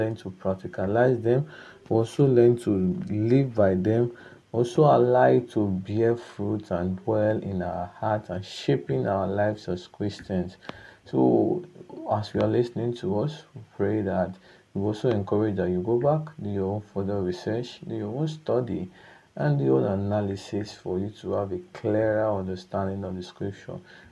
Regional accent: Okada, Edo, Nigeria; from Okada Town, Edo State, Nigeria.

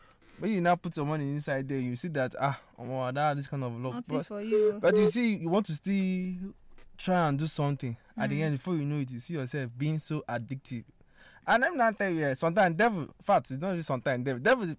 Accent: Port Harcourt, Rivers, Nigeria; born there; I was a little boy then in Port Harcourt.

